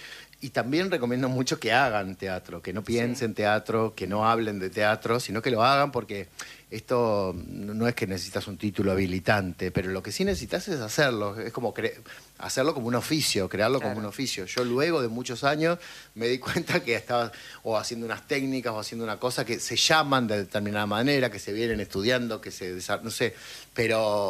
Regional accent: Gálvez, Santa Fe, Argentina; also born or lived in Junín; básicamente soy de Galvez

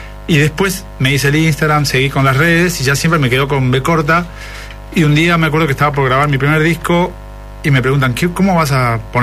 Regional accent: Salta, Argentina; born there; accent: Salta tonada; moved away; se me nota la tonada, de Salta, ¿no? Nací en Salta

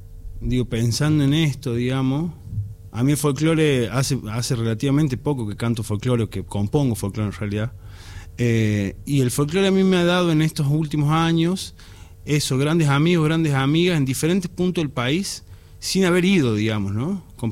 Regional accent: Salta, Argentina; moved away as an adult; Salta capital, hasta los 18 años, en el año 2008 me fui de Salta.

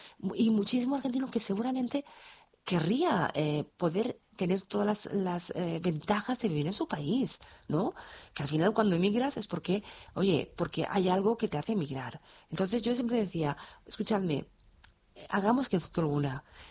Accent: Spain; Y yo soy española, no soy argentina.

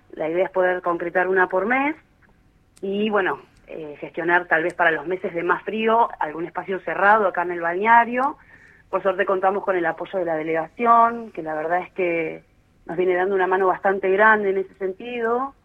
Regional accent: El Cóndor, Río Negro, Argentina; para los que somos del Cóndor

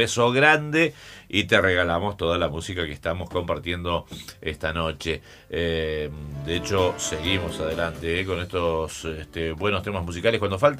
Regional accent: La Paz, Entre Ríos, Argentina; con asiento en la ciudad de La Paz, de donde soy y amo mucho.

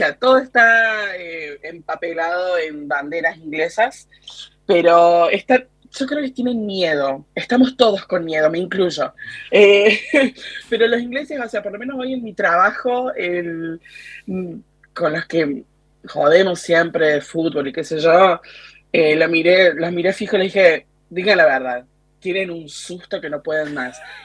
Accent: Córdoba, Argentina; moved away; sí es una comunidad chica y argentinos somos, debemos ser unos, no más de no, debemos ser unos 6, 7 y somos 2 cordobesas, mi amiga y yo, y nada más

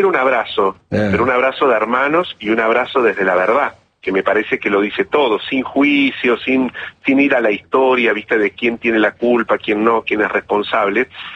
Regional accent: Río Cuarto, Córdoba, Argentina; born there; Yo nací en Río Cuarto, al sur de la provincia de Córdoba.

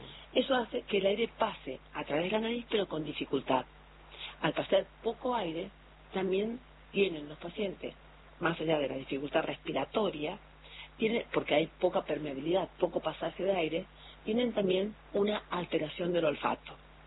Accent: Bella Vista, Corrientes, Argentina; now in Buenos Aires, Argentina

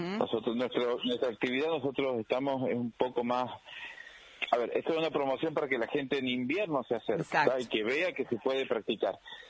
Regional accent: Potrero de los Funes, San Luis, Argentina; en Potrero Los Funes, nosotros somos de acá, de Potrero Los Funes.

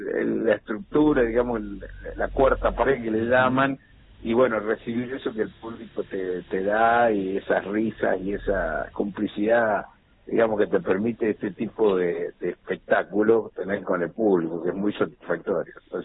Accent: Mendoza, Argentina; somos mendocinos todos

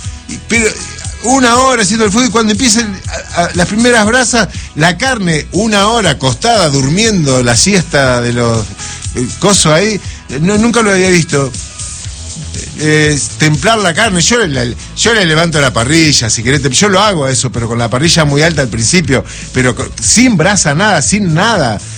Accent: La Pampa, Argentina; born there; Soy de La Pampa, nací en esta provincia, soy argentino.

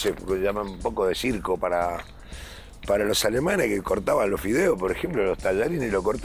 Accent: Buenos Aires, Argentina; no conocí a la Recoleta en Buenos Aires, que yo soy de Buenos Aires, ¿no? Como todo el mundo lo sabe.

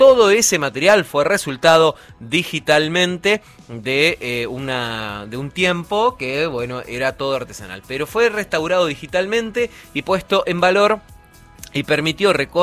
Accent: Argentina

